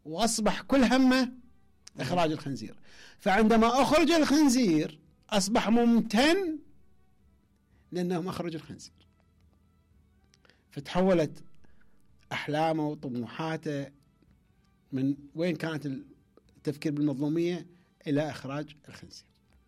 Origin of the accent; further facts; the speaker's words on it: Iraq; مو لأن احنا عراقيين